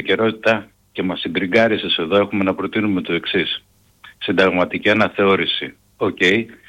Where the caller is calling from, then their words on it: Germany; από Γερμανία μαζί με τον Δημήτρη.